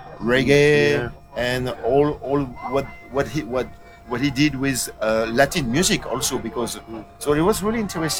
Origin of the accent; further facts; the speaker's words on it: France; English is a second language; we come from France.